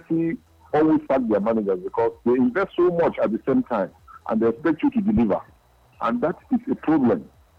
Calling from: Aba, Abia, Nigeria; I'm calling from Aba.

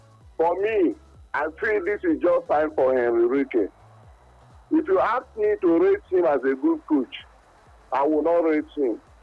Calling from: Onitsha, Anambra, Nigeria; What I'm listening to here in Onitsha is.

